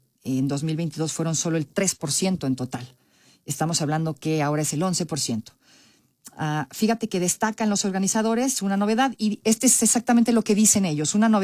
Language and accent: Spanish; Mexico; Nosotros como mexicanos, tú si eres inglés, a lo mejor tú si eres de otro país, ¿no?